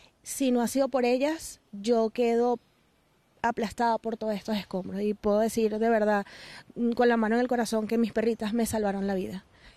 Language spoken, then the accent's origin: Spanish; Caracas, Capital District, Venezuela; no soy de acá, oriunda de la capital